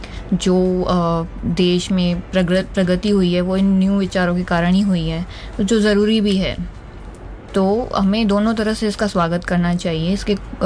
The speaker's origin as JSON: {"language": "Hindi", "town": "Pune", "region": "Maharashtra", "country": "India", "said": "जैसे कि मैं पुणे से बिलोंग करती हूँ"}